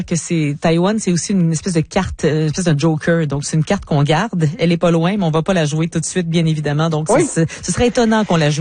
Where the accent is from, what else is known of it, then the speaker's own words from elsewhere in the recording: Canada; ça pourrait avoir un impact chez nous, au Canada et partout sur la planète